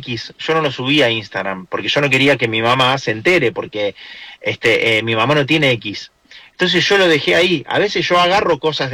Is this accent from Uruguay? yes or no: no; Argentina